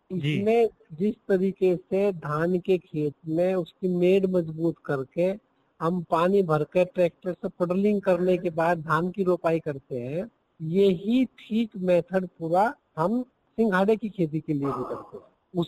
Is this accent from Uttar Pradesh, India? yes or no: yes; Nandi, Uttar Pradesh, India; मेरा गांव ननदी, फिरोजपुर ब्लॉक बलियाखेड़ी जनपद सहारनपुर उत्तर प्रदेश का किसान हूँ।